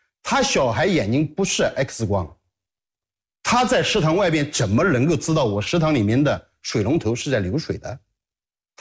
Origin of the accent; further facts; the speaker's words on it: Jiangsu, China; 七月初是我们江苏这边的闷热天气